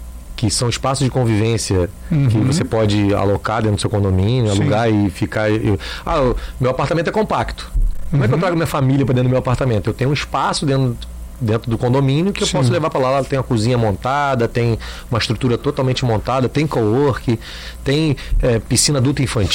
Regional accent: Rio de Janeiro, Brazil; now in Ceará, Brazil; É, eu sou carioca, então a distância para mim não é nada.

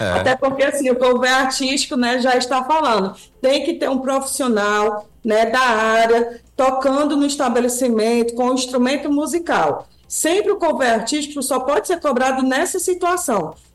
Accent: Brazil; Nós, como brasileiros

